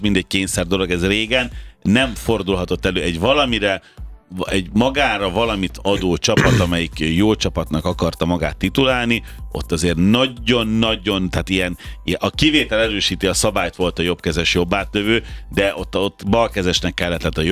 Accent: Ózd, Borsod-Abaúj-Zemplén, Hungary; nagy rajongója vagy egy Ózdi kislánynak, akkor én Ózdiként mekkora rajongója szerintem?

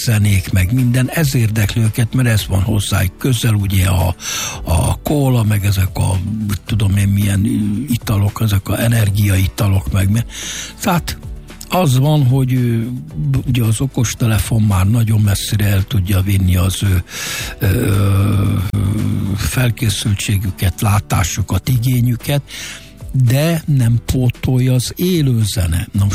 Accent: Hungary; Hát mi magyarok vagyunk

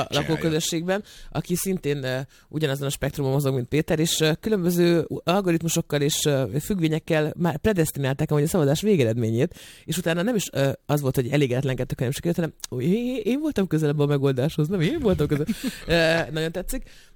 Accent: Nyíregyháza, Szabolcs-Szatmár-Bereg, Hungary; Igen, de hát nem tudták, hogy mi nyíregyháziak vagyunk

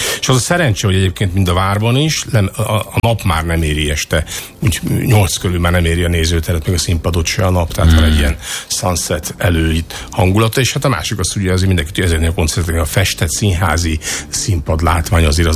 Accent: Lake Balaton area, Hungary; mi balatoninak érezzük magunkat, balatoni szív dobog bennünk, ezer szálon kötődünk, én is ott nőttem fel, most ott is élek félig meddig

